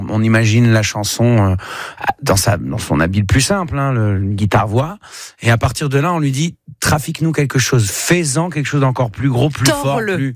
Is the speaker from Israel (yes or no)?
yes; Tel Aviv, Tel Aviv District, Israel; now in France; Mais je n'ai jamais été joué dans la ville où j'ai grandi, à Tel Aviv.